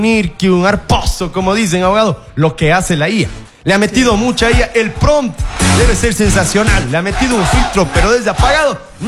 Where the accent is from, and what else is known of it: Ecuador